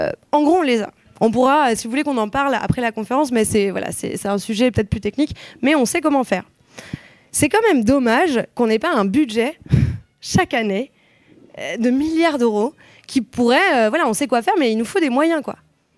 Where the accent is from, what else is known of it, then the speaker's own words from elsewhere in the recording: Réunion; born there; J'avoue, je suis née à la Réunion